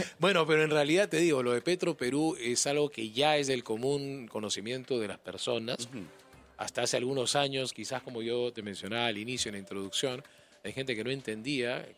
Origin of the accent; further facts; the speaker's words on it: Talara, Piura, Peru; born there; moved away; yo he pasado la mitad de mi infancia en Talara, y Talara era una ciudad americana.